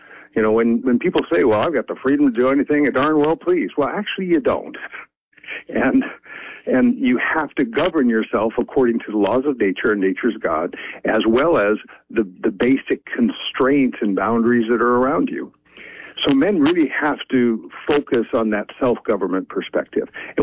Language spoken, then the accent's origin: English; Oregon, United States; Well, I'm from Oregon. I'm Central Oregon.